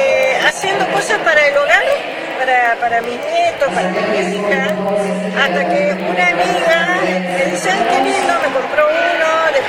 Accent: Puerto Deseado, Santa Cruz, Argentina; De acá de Deseado, soy de Deseado

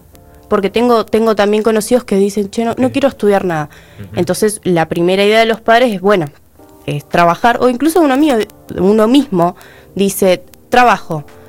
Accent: Río Gallegos, Santa Cruz, Argentina; nosotros los adolescentes que somos de Río Gallegos

